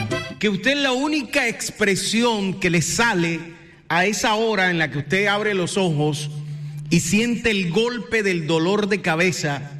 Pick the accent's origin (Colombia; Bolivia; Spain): Colombia; Yo no soy venezolano, yo no soy chileno, yo no soy mexicano. Yo soy colombiano.